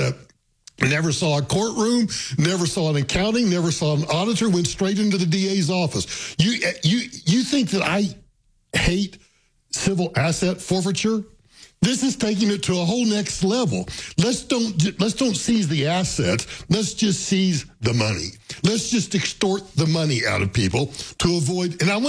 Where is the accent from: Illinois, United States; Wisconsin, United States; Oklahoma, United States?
Oklahoma, United States; Texas County; moved away; down in my hometown, down in it's Texas County, Oklahoma, which is the county that I grew up in Oklahoma.